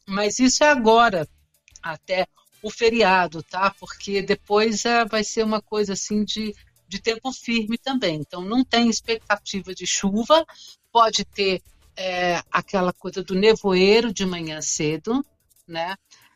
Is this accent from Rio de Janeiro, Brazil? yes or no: yes; Rio de Janeiro, Brazil; você é mineira e eu sou do Rio de Janeiro, quase com pé em Minas. A gente fala angu, a gente não fala polenta.